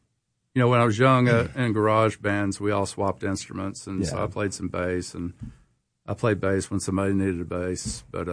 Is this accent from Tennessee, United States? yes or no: yes; Knoxville, Tennessee, United States; moved away as an adult; also born or lived in Southern California / Florida; now in Ooltewah, United States; Actually, born and raised in Knoxville.